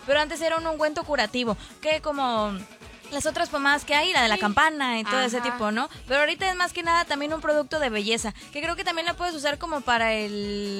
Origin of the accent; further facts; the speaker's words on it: Mexico; Pues somos mexicanos.